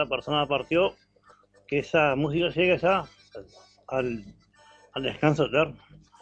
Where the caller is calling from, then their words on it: Los Horneros, Canelones, Uruguay; acá de los Horneros.